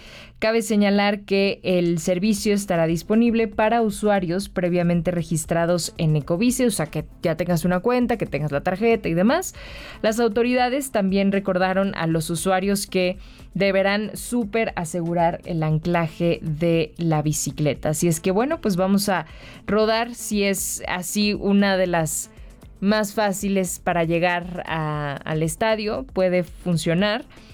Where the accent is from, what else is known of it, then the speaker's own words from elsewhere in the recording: Mexico; Ya saben cómo somos los mexicanos.